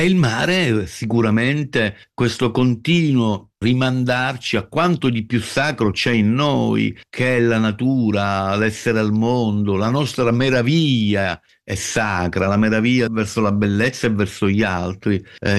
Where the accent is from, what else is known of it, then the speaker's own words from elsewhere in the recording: Sicily, Italy; ma io da siciliano ho dovuto raccontare una città della mafia perché se no mi sarei sentito un disertore rispetto alle necessità della mia terra.